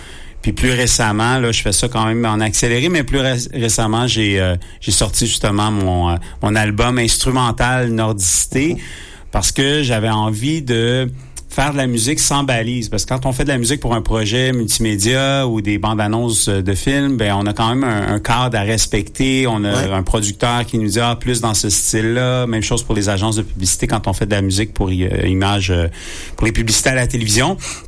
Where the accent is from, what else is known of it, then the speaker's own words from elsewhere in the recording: Montreal, Quebec, Canada; moi je suis natif de Montréal, j'habite toujours Montréal